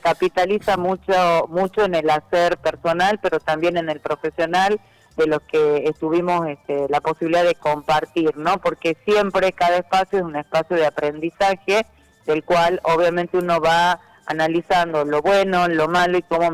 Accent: Tucumán, Argentina; Somos tucumanos, ¿verdad? Y representamos a Tucumán

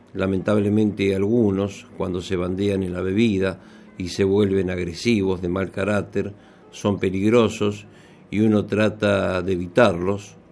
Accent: Mar del Plata, Buenos Aires Province, Argentina; born there; nací en Mar del Plata, me encanta la ciudad donde nací

